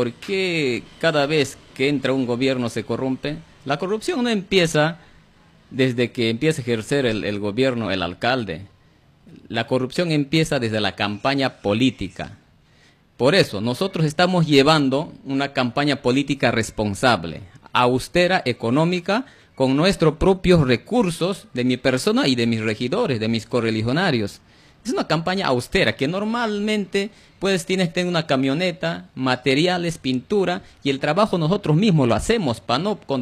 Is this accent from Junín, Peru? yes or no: yes; Pichanaki, Junín, Peru; mi pueblo de Pichanaki.